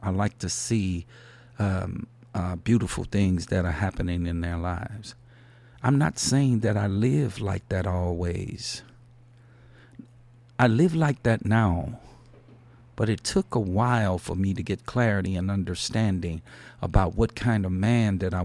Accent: Chicago, Illinois, United States; I'm from Chicago.

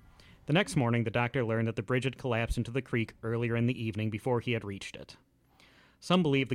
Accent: Adrian, Minnesota, United States; born or raised there; moved away

